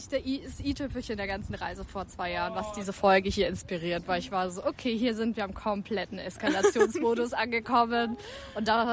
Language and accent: German; Munich, Bavaria, Germany; Also ich komme aus München.